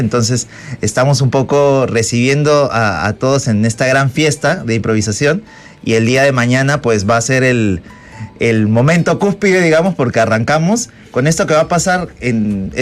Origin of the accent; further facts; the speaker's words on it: Arequipa, Peru; now in Lima, Peru; Bueno, también hay mucha gente que estamos en Lima, pero no somos limeños, como yo, que soy arequipeño.